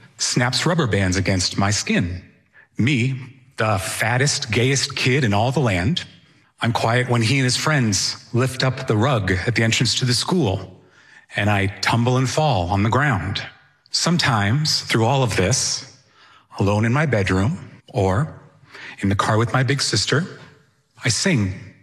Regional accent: Sudbury, Massachusetts, United States; now in Stoneham, United States; I grew up in Sudbury, Massachusetts, and I live in Stoneham now

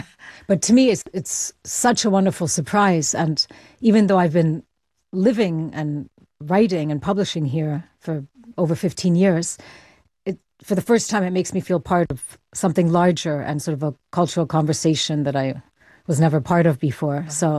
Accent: Mexico; now in United Kingdom; well, actually, I feel more British Mexican. I've lived here longer than anywhere else. And apart from my accent, it's very much the English that I use.

